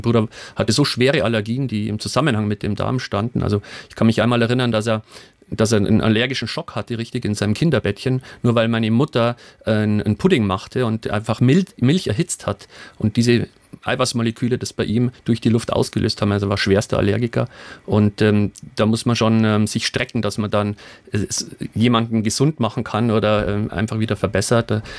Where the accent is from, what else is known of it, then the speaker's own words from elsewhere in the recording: Bavaria, Germany; Und klar, wir sind relativ schnell beim Du in Bayern